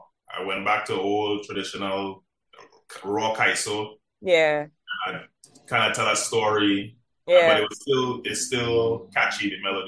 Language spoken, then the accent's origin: English; Marabella, Trinidad & Tobago; But growing up in Marabella, I wasn't really into the music like that. I was just a normal kid, just running around playing football, that's about it.